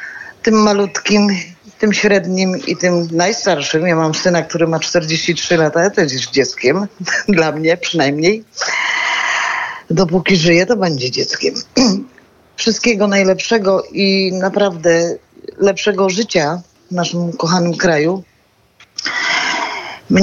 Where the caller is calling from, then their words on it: Łódź, Łódź Voivodeship, Poland; Dzwonię z Łodzi